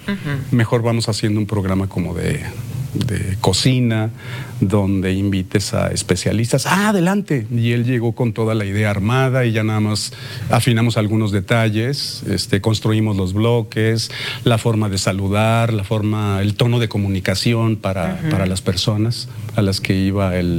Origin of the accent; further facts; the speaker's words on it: Aguascalientes, Mexico; Y decía, no, yo no soy de Guadalajara. Háblenle al de Monterrey. ¿O de dónde eres? ¿De San Luis? Le decía, ¿qué te pasa? Soy de Aguascalientes. Defendiendo yo mi terruño, claro.